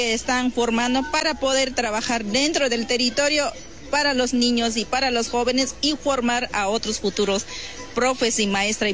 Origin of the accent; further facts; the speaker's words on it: Pastaza, Ecuador; Soy mujer Waurani de Pastaza